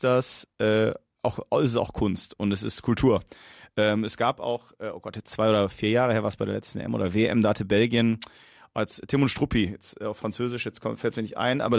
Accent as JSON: {"language": "German", "region": "North Rhine-Westphalia", "country": "Germany", "said": "also ich komme aus der Nähe von Duisburg"}